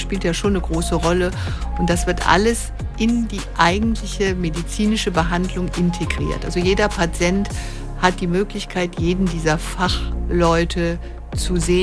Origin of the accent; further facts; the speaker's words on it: Rhineland, Germany; Das ist aber schön, dass ich mir das wünschen darf. Dann wünsche ich mir als Rheinländerin